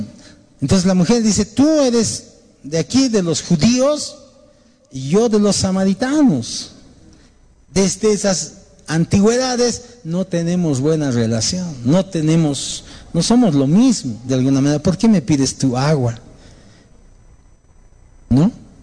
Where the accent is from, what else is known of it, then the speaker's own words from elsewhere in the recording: Bolivia; Nosotros mismos acá en Bolivia, a pesar que todos somos bolivianos